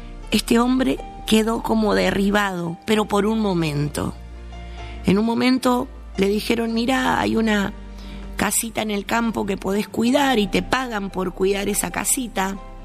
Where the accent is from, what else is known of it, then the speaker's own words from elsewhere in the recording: Villa Ángela, Chaco, Argentina; moved away; soy de la ciudad de Villa Ángela, en el Chaco, oriunda de Villa Ángela, así se dice, ¿no? Oriunda, vengo de ahí, del medio del Chaco. Bueno, en mi época que estuve ahí, cuando era chiquita